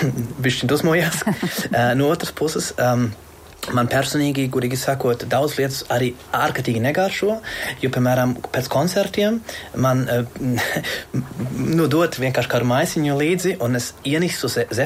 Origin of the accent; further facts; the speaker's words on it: Germany; Latvian is a second language; now in Latvia